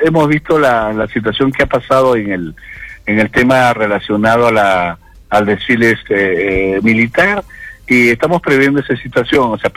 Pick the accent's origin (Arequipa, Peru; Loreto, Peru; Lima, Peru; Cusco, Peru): Arequipa, Peru; asentar mucho más nuestra identidad como arequipeños, como región Arequipa